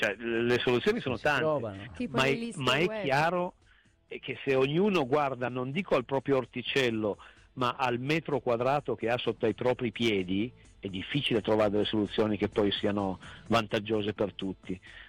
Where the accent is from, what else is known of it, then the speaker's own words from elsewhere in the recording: Turin, Piedmont, Italy; te lo dico da torinese